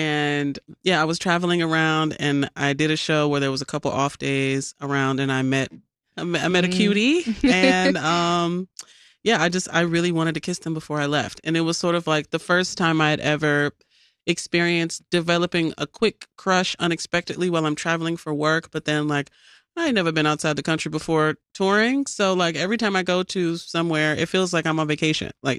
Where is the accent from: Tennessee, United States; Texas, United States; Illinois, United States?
Illinois, United States; Chicago; growing up in Chicago, people don't really understand how much this city is built of immigrants and of people of different cultures. And on one hand, in my experience, it's been super segregated being Black in Chicago.